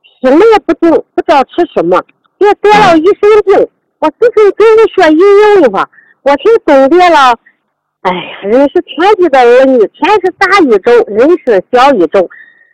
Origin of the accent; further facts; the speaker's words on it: Nanyang, Henan, China; now in Shenzhen, China; 我在深圳住，我老家是河南南阳的